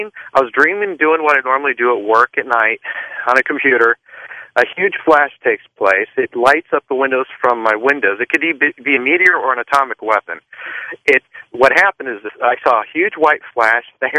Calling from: California, United States; from California.

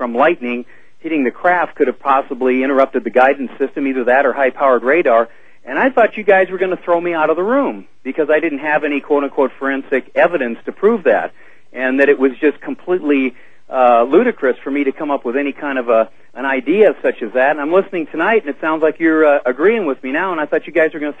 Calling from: Arizona, United States; I'm calling from Arizona.

